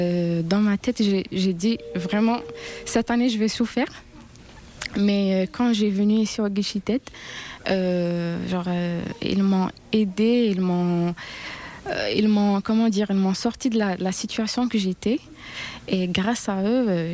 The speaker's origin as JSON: {"language": "French", "country": "Algeria", "moved": "as an adult", "lives_now": "Orléans, France", "said": "D'Algérie. Alors, dès mon arrivée en France, je connais personne ici à Orléans."}